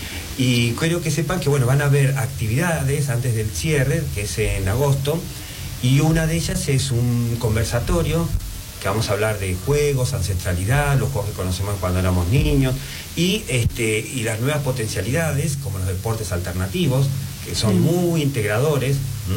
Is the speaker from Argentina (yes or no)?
yes; Patagonia, Argentina